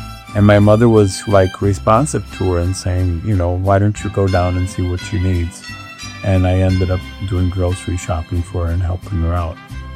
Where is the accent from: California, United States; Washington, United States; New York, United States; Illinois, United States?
Illinois, United States; Chicago; I grew up here in Pilsen, down the street, but I've been in many places since then.